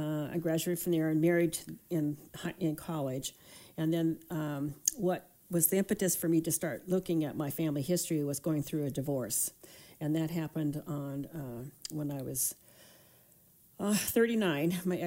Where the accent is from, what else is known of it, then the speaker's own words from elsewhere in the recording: Craigmont, Idaho, United States; also born or lived in Cottonwood, Idaho / Lewiston, Idaho; So I was born in 1949 in Cottonwood, Idaho, at the hospital there. And so I grew up in Craigmont, Idaho. But then in my freshman year, my mother had lost her mother, and she inherited the house in Lewiston, Idaho, and we moved to Lewiston.